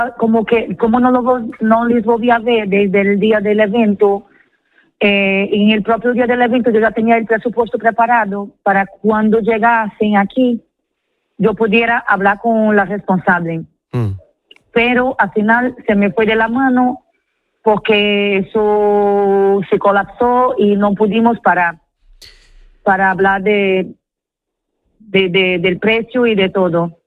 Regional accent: São Luís, Maranhão, Brazil; moved away as an adult; now in A Coruña, Spain; São Luís es mi pueblo en Brasil.

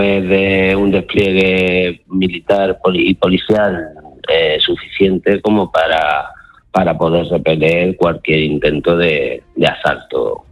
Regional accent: Ceuta, Spain; yo soy de aquí, de Ceuta, llevo toda la vida viendo esta frontera de la misma forma

